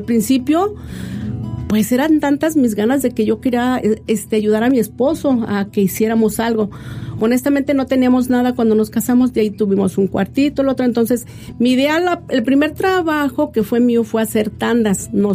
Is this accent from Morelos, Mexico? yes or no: no; Ciudad Manuel Doblado, Guanajuato, Mexico; yo soy de Ciudad Manuel Doblado, Guanajuato.